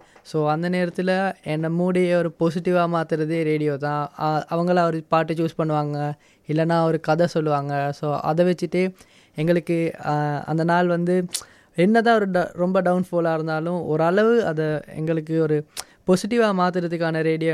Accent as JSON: {"language": "Tamil", "country": "Sri Lanka", "tie": "born or raised there", "said": "So நான் வந்து ஸ்ரீலங்காவில் பிறந்து வளர்ந்தவன்."}